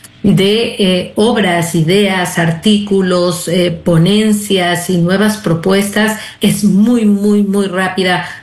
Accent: Ecuador; moved away as an adult; now in Spain

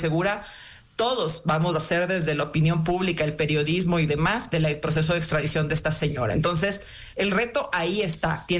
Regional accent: Ecuador

